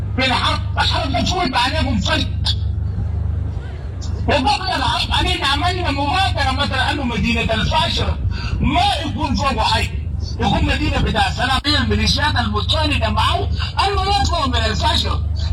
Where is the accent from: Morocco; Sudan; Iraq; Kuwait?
Sudan; كلنا كسودانيين